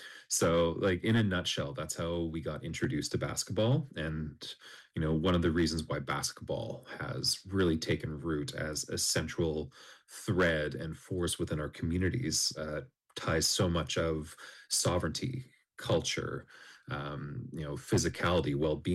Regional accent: Skidegate, British Columbia, Canada; Raven Wolf Clan of T'anu Ulnakai on Haida Gwaii, and I was raised in Skidigit.

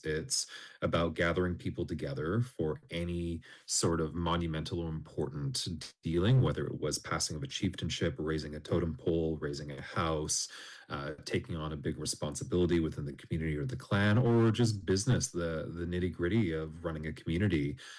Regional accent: Skidegate, British Columbia, Canada; Raven Wolf Clan of T'anu Ulnakai on Haida Gwaii, and I was raised in Skidigit.

